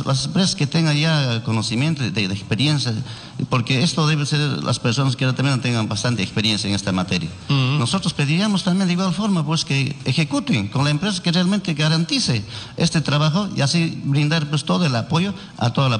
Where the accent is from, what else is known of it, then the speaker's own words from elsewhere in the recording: Cusco, Peru; a pesar que somos de Cusco